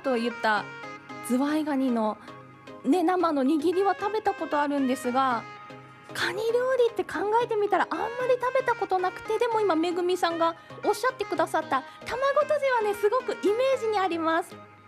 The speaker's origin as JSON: {"language": "Japanese", "region": "Hokkaido", "country": "Japan", "tie": "born or raised there", "moved": "yes", "lives_now": "Abashiri, Japan", "said": "私…も東別町の出身でしたので"}